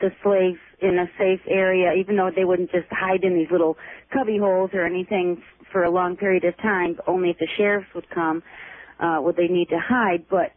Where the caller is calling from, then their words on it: Jamestown, New York, United States; I'm calling from Jamestown, New York.